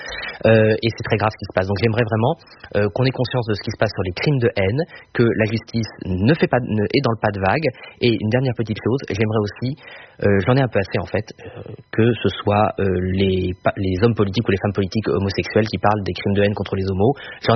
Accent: Brittany, France; moi, je suis breton, je suis superstitieux

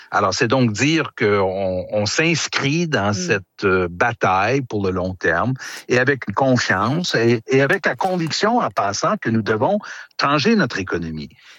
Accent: Canada; Tout à fait, les Canadiens, vous savez, Mme Saintès, sont, sont assez remontés sur ce qui se passe dans notre relation avec les Américains.

